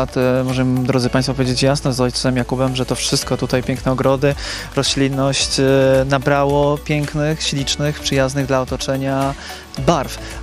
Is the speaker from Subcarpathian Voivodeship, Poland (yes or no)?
no; Jędrzejów, Świętokrzyskie Voivodeship, Poland; born or raised there